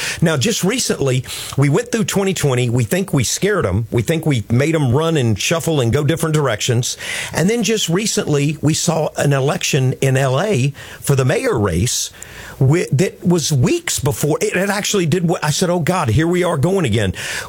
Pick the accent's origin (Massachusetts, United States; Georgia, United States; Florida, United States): Georgia, United States; Georgia, where I'm from, my home state of Georgia